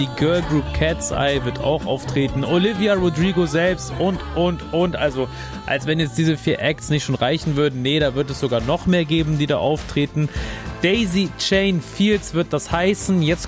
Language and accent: German; Germany; für uns jetzt so als Deutsche gibt es da ein, zwei kleine Problemchen.